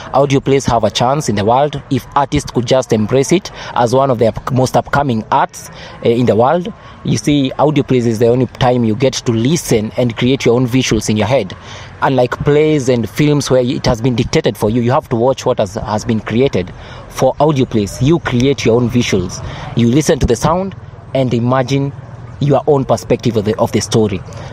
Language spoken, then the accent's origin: English; Kenya; I am a Kenyan, born and raised in Kenya.